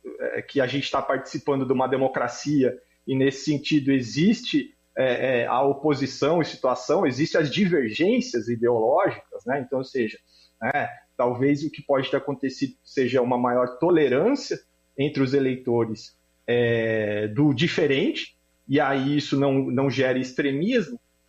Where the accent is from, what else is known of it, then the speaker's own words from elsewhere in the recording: Joinville, Santa Catarina, Brazil; born there; moved away; eu sou nascido de Joinville, assim como a Carol, né, a gente saiu de Joinville